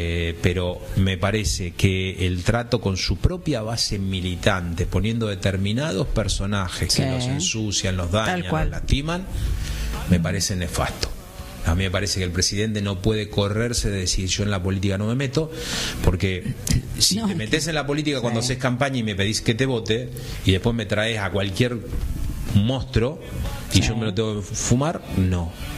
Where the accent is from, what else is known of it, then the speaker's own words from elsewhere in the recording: Buenos Aires Province, Argentina; soy de un pueblo chiquito que está rodeado de campos.